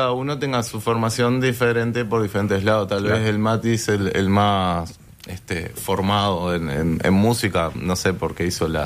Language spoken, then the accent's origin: Spanish; Montevideo, Uruguay; Yo soy de Montevideo, del oeste. La Teja del Cerro.